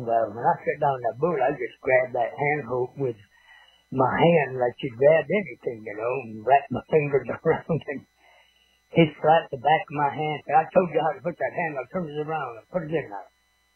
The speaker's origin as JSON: {"language": "English", "town": "Owosso", "region": "Michigan", "country": "United States", "tie": "born or raised there"}